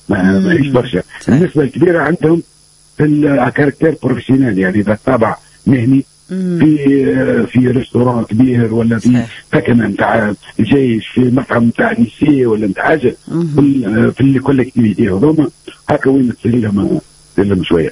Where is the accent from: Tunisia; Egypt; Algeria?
Tunisia; احنا عندنا في تونس